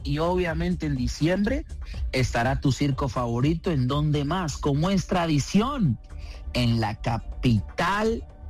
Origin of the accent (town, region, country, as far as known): Mexico